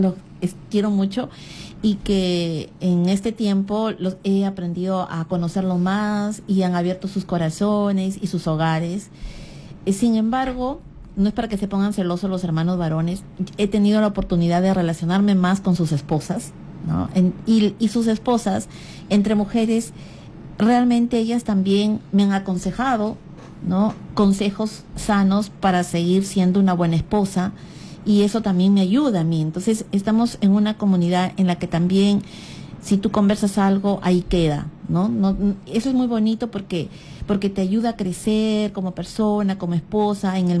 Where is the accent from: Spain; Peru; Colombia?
Peru; Chiclayo, Lambayeque; also born or lived in Trujillo, Peru; yo nací en Trujillo y me crié en Chiclayo